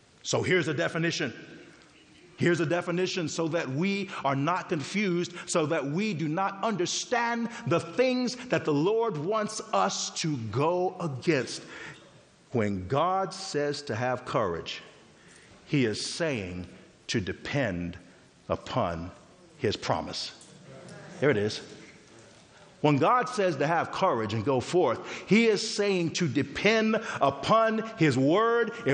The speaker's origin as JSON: {"language": "English", "region": "West Coast", "country": "United States", "moved": "yes", "said": "I come from the West Coast and we don't need umbrellas out there."}